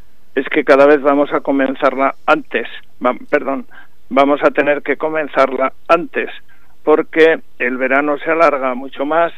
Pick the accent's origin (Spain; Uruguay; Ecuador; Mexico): Spain; Aragon; Sorprendía lo verde que estaba hasta mi tierra de Monegros, ¿no?